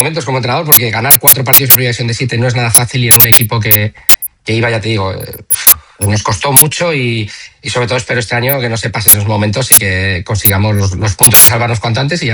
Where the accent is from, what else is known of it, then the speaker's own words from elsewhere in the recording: Altea, Valencian Community, Spain; y he estado en mi pueblo, que mi hija era la reina de las fiestas.